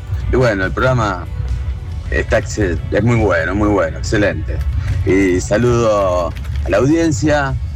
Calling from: Villa Diego, Santa Fe, Argentina; de Villa Diego.

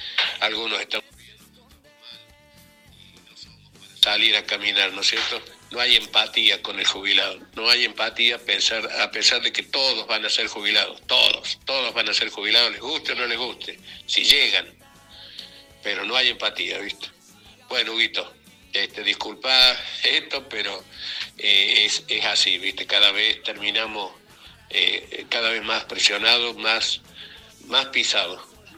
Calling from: Argentina; de Barrio Los Mirantes.

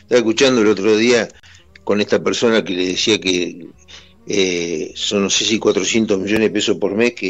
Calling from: Rosario, Santa Fe, Argentina; Yo no me gusta el fútbol, y eso que soy rosarino, ¿eh?

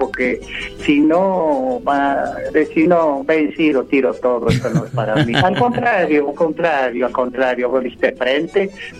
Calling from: Lomas de Zamora, Buenos Aires Province, Argentina; de Loma de Zamora.

